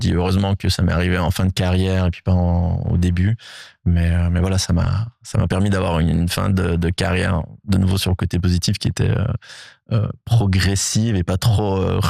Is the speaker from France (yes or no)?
no; Switzerland; Oui, et puis je suis suisse. Là, j'avais la famille entre Genève.